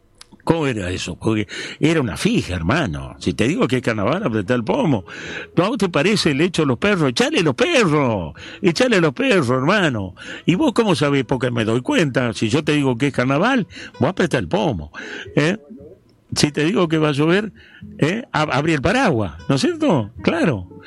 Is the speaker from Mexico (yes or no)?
no; María Grande, Entre Ríos, Argentina; yo me crié en María Grande, la luz estará a las 9 de la noche, nada más.